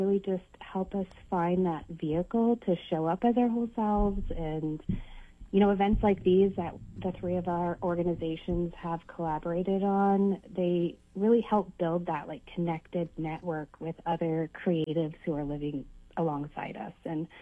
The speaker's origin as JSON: {"language": "English", "town": "Bethel", "region": "Alaska", "country": "United States", "tie": "born or raised there", "said": "Yeah, well, I'm non-Indigenous, but I was born and raised in Bethel, so I was highly impacted by the culture there."}